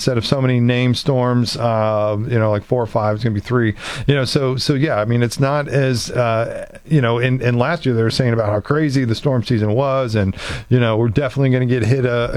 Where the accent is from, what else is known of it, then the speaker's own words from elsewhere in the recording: Kentucky, United States; born there; I was born in Kentucky in a trailer